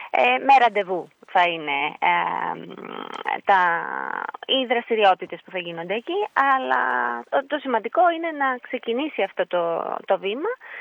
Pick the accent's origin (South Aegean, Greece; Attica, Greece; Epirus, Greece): Epirus, Greece; Ioannina; εγώ δεν είμαι από την περιοχή, είμαι από Ιωάννινα.